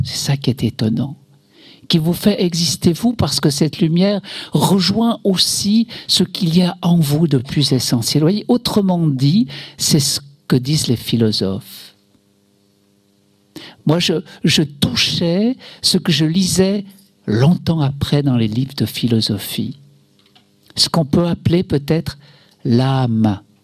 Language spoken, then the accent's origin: French; Switzerland; Chez nous en Suisse, c'est permis des associations comme Exit, qui assiste le suicide.